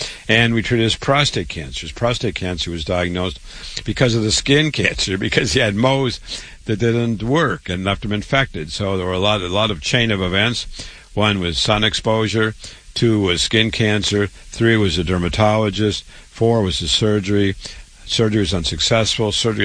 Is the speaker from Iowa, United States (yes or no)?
yes; Waterloo, Iowa, United States; So I was born in Waterloo, Iowa. … I went to public school there, university, MD, real medical doctor at age 25